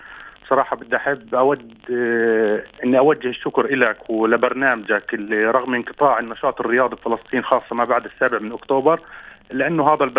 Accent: Palestine; فكانت هاي المباراة بحد ذاتها يعني لا تنسى بالنسبة لنا كفلسطينيين

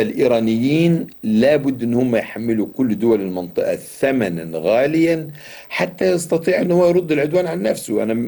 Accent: Egypt; وفي خط موجود من زمان، خط سوميد موجود عندنا في السويس،

